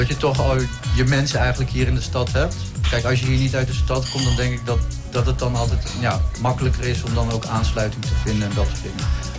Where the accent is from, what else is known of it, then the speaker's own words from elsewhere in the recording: Groningen, Netherlands; Maar ik kom zelf ook uit Groningen. Ik ben geboren en getogen hier.